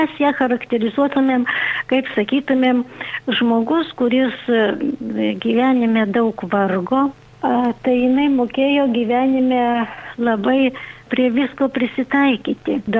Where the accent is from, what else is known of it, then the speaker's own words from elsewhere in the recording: Salakas, Utena County, Lithuania; moved away; nu iš kur kilusi, nu sakau, iš rytų. Aukštaitijos